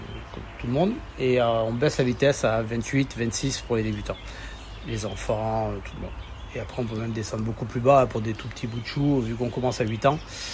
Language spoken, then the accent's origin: French; Perpignan, Occitanie, France; Je suis de Perpignan, ouais, donc j'étais sur le Barcarès.